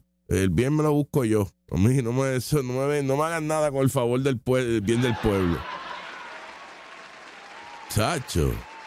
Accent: Colombia; now in abroad; O sea que eso es Colombia, yo no puedo hacer nada, estamos desde acá.

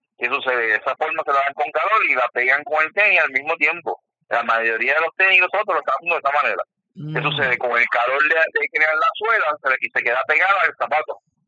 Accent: Bayamón, Puerto Rico; Yo soy de Bayamón, nacido en Bayamón.

